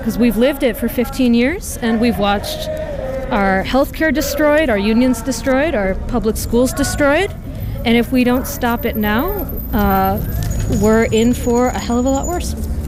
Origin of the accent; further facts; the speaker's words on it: Madison, Wisconsin, United States; I'm from Madison. I've lived in Wisconsin my entire life